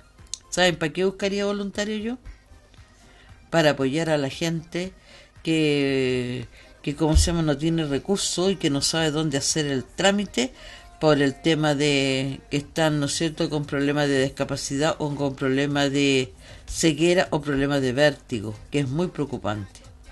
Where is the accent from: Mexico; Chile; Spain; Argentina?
Chile